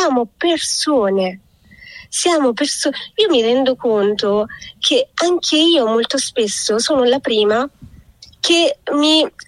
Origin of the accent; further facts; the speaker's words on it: Apulia, Italy; Esatto. Comunque io sono pugliese.